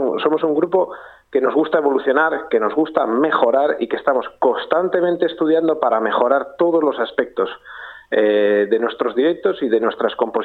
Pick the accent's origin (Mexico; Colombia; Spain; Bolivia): Spain; Cantabria; no somos los únicos cántabros en la programación